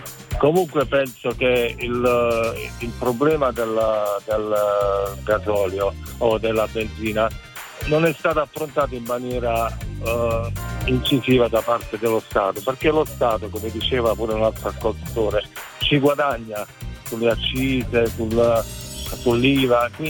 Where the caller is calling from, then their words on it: Basilicata, Italy; sono lucano, però sto tornando da Roma, in Italia.